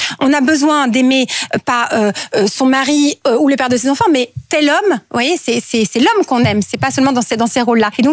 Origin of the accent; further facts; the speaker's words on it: Belgium; Je viens de Belgique, c'est le signal, la petite collinette en Belgique de 600 mètres.